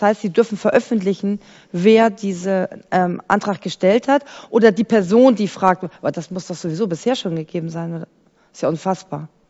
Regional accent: Quickborn, Schleswig-Holstein, Germany; Ich kann da so ein Lied singen aus meiner Heimatstadt Quickborn.

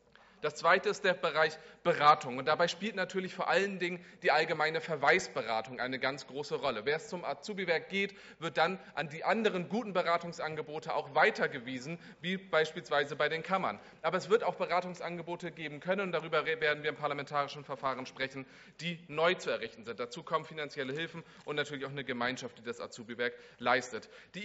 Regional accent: Kiel, Schleswig-Holstein, Germany; ich komme aus Kiel-Nord

